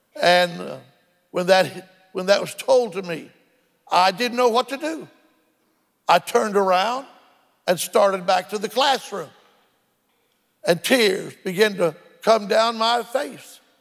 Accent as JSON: {"language": "English", "town": "Bartlesville", "region": "Oklahoma", "country": "United States", "tie": "born or raised there", "also_born_or_lived": "Waxahachie, Texas", "moved": "as an adult", "said": "It was the year of 1962. I had left my hometown of Bartlesville, Oklahoma, and had driven to Waxahachie, Texas, where I'd never been before"}